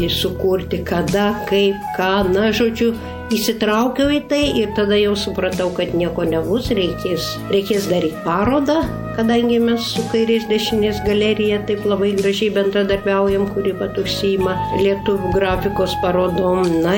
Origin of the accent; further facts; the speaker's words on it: Vilnius, Vilnius County, Lithuania; now in Utena, Lithuania; Na, iš tikrųjų, aš esu vilnietė ir Vilniuje ir mokyklą baigiau Salomėjos Nėries